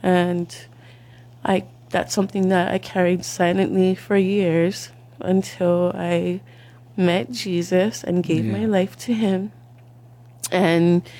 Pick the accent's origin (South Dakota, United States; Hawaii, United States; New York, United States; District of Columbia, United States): Hawaii, United States; Waipahu; I grew up in Waipahu, like Pūponohe Street.